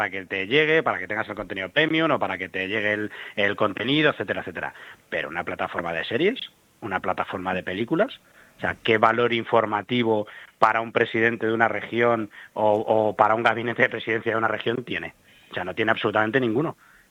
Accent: Spain; como los españoles somos tontos

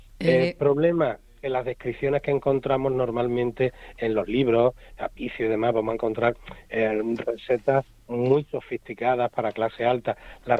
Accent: Córdoba, Andalusia, Spain

